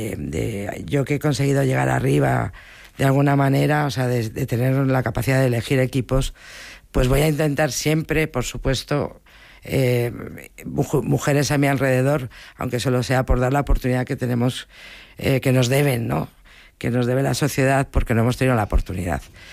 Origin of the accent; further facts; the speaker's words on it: Bilbao, Basque Country, Spain; moved away; yo soy de Bilbao